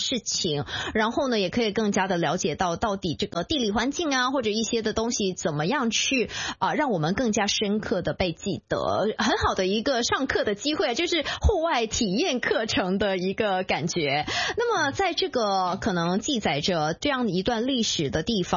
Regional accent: China

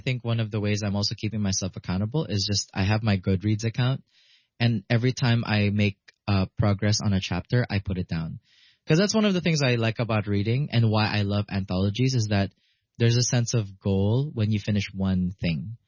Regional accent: Hong Kong; the neighborhood I grew up in Chunwan called Riviera Gardens.

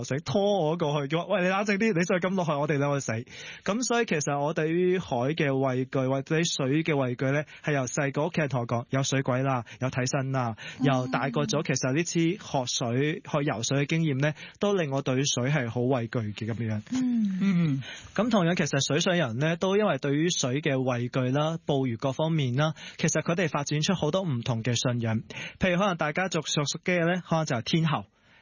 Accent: Chaozhou, Guangdong, China; 雖然我係潮州人啦，都係好近海啦

